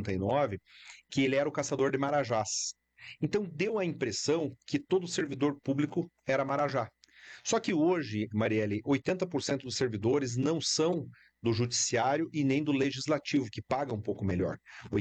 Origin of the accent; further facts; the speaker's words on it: Clevelândia, Paraná, Brazil; born there; moved away; also born or lived in Santa Maria, Rio Grande do Sul; eu nasci em Clevelândia, que é no sudoeste do Paraná, uma cidade pequena que fica perto de Pato Branco, no sudoeste do Paraná. Eu sou filho de um caminhoneiro e de uma costureira que virou professora